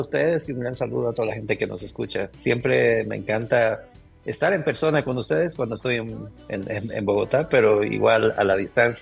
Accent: Cochabamba, Bolivia; moved away; yo empecé el 2009 en Bolivia, yo soy boliviano, en Cochabamba, Bolivia.

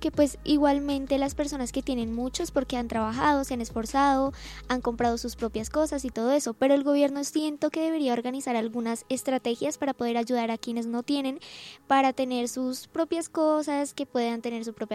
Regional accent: Bogotá, Colombia; Yo soy colombiana, soy bogotana, vivo en Bogotá y mi familia y yo no tenemos nada propio.

